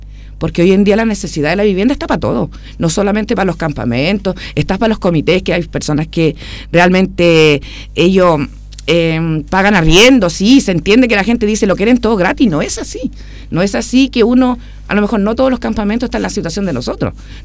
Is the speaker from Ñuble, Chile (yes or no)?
no; Talcahuano, Biobío, Chile; Somos siempre de Talcahuano, tenemos nuestros trabajos en Talcahuano